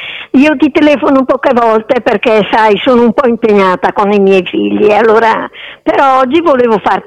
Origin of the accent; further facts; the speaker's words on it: Montichiari, Lombardy, Italy; born there; sono bresciana, sono nata alla Fascia d'Oro di Montichiari.